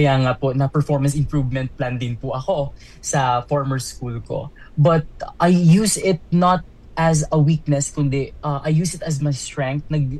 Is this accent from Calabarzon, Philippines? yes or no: no; Bacolod, Western Visayas, Philippines; So Bacolod City po is really kung saan po ako pinanganak and my hometown.